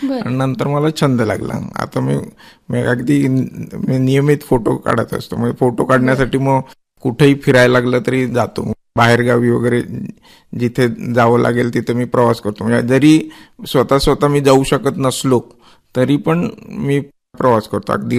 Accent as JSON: {"language": "Marathi", "town": "Satara", "region": "Maharashtra", "country": "India", "tie": "born or raised there", "said": "मी मूळचा साताऱ्याचा आहे. साताऱ्याला इंजिनिअरिंग करत होतो. म्हणजे कर्मवीर भाऊराव पाटील कॉलेज आहे साताऱ्यात."}